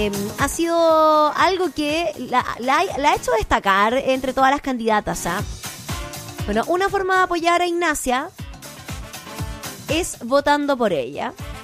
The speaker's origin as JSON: {"language": "Spanish", "country": "Chile", "said": "somos chilenos. Y estoy orgullosa de ser chilena."}